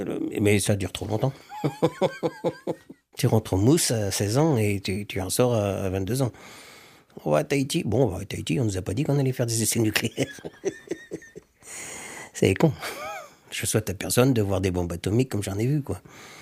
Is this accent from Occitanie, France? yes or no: no; Trézien, Brittany, France; marin pêcheur à l'Empole Plouarzel, enfin à Plouarzel, je suis de Trésien.